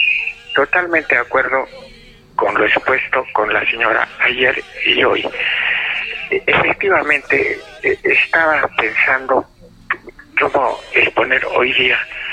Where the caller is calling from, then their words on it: Arequipa, Peru; nosotros como ciudadanos arequipeños debemos trascender en la historia del Perú.